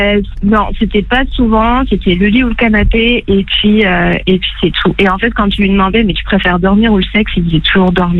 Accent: France; Oui, je suis française.

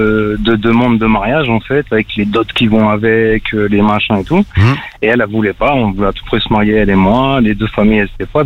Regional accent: Kabylie, Algeria; J'ai une sœur, elle est mariée avec un Algérien oranais. Et nous, on est Kabyle.

